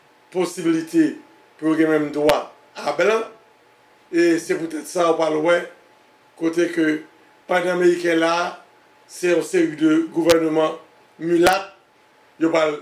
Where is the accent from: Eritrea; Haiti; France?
Haiti; nous sommes jeunes d'Haïti, nous sommes jeunes petits garçons. C'est la première fois que nous avons un livre à sortir dans le pays d'Haïti.